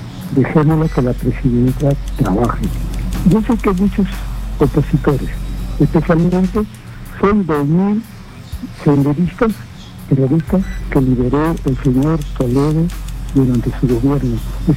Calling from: Lima, Peru

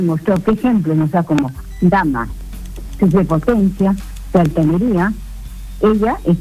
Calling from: Peru; yo como peruana

